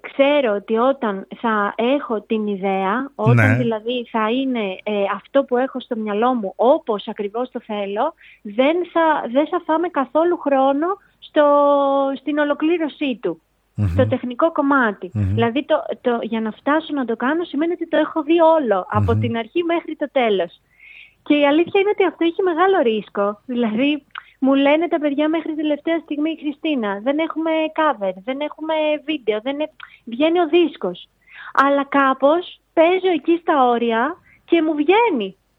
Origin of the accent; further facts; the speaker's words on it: Ano Kastritsi, Western Greece, Greece; το Άνω Καστρίτσι, να πω ότι είναι το χωριό μου, είναι η μαμά μου από εκεί και έχω μνήμες από το εκκλησάκι αυτό